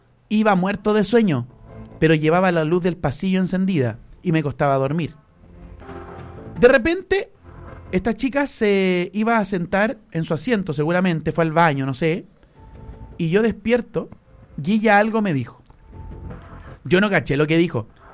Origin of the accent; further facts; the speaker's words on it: Curicó, Maule, Chile; Yo le digo, ¿de Curicó? ¿Y tú?